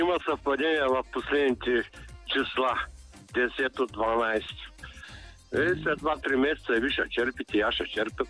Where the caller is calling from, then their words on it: Ruse Province, Bulgaria; аз съм от Русенско